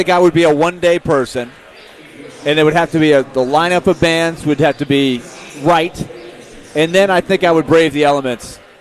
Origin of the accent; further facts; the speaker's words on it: Orlando, Florida, United States; I grew up in Orlando.